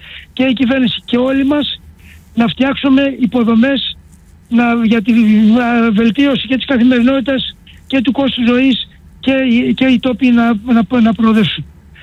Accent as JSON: {"language": "Greek", "town": "Chios", "region": "North Aegean", "country": "Greece", "said": "Ξέρετε πώς ο τόπος μου, πανέρχομαι, γιατί εντάξει, είμαι και βουλευτής του τόπου, της Χίου."}